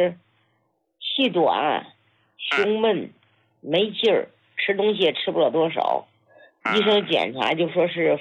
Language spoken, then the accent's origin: Chinese; Hebei, China; 我是河北的。